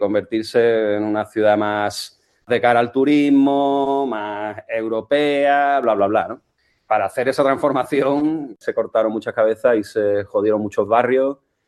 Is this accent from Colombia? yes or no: no; Catalonia, Spain; now in Seville, Spain; fíjate que siendo catalán, afincado en Sevilla desde hacía mucho